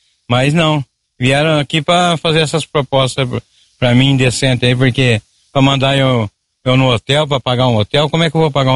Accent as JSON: {"language": "Portuguese", "town": "Ibitinga", "region": "São Paulo", "country": "Brazil", "tie": "born there", "said": "Eu nasci em Ibitinga, mas fui criado aqui desde o meu primeiro ano de idade."}